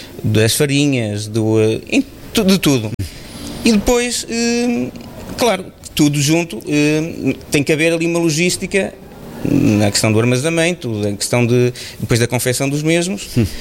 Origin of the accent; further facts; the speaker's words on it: São Pedro do Sul, Centro, Portugal; moved away as an adult; also born or lived in Vozela; now in Oliveira de Frades, Portugal; sou natural de Carvalhais, São Pedro Sul, pronto, é essa a minha naturalidade.